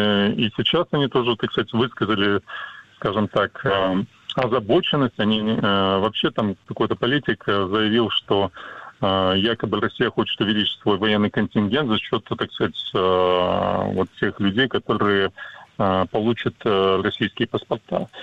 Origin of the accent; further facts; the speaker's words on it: Transnistria, Moldova; я сам из Приднестровья находился в той ситуации, много лет не мог получить российский паспорт.